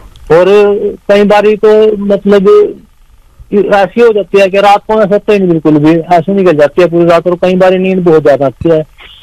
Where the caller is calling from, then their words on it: Kuniya, Haryana, India; हरियाणा से बोल रहा हूँ मैं, गांव की कुनिया है, डिस्ट्रिक्ट करनाल है जी।